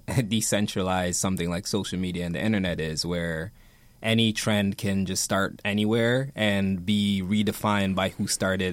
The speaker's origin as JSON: {"language": "English", "country": "Jamaica", "said": "being a Jamaican myself"}